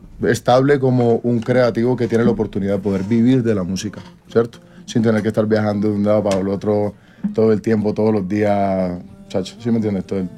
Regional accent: Colombia; yo soy colombiano, yo soy de aquí.

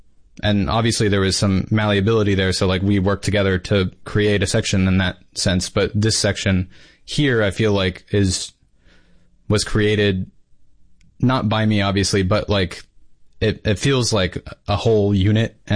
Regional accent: Dallas, Texas, United States; moved away; I'm from Dallas originally.

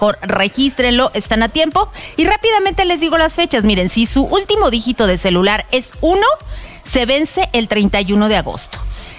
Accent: Mexico; Oye, y como buen mexicano, al último momento, sí.

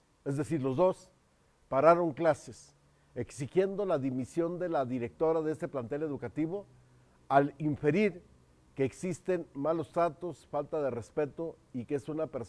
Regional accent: Mexico; para sentirnos bien mexicanotes.

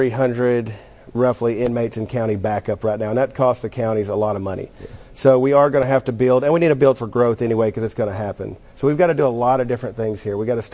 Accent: Cecil, Arkansas, United States; I'm from Cecil, Arkansas.

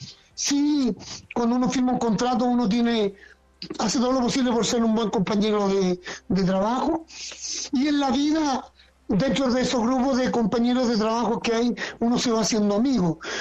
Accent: Chile

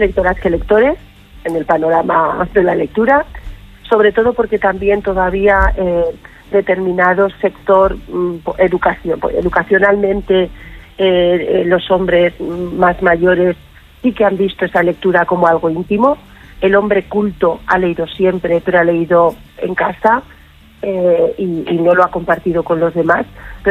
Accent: Conchel, Spain

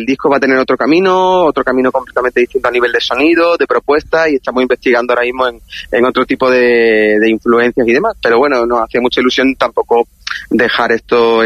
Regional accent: Málaga, Andalusia, Spain; somos todos de Málaga capital

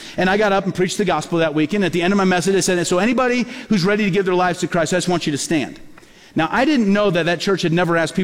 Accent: Peoria, Illinois, United States; born or raised there

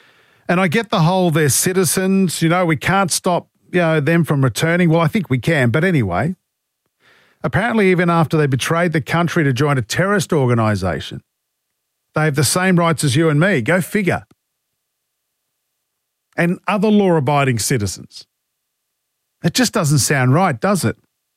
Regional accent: Australia; Well, where am I going to go? I'm an Aussie citizen. Like, you expect me to bugger off?

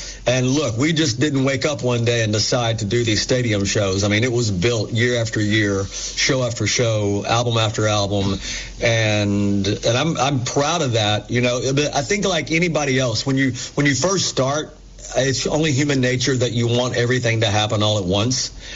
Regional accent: Knoxville, Tennessee, United States; born or raised there

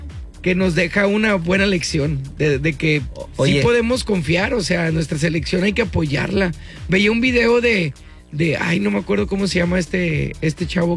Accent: Mexico; porque somos mexicanos.

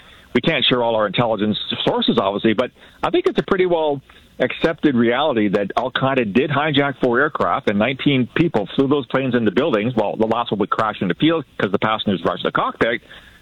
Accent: London, Ontario, Canada; I grew up in London, Ontario, right?

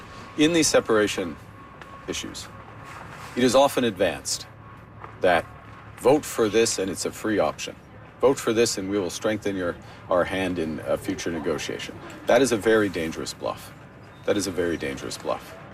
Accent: Canada; because we're Canadian

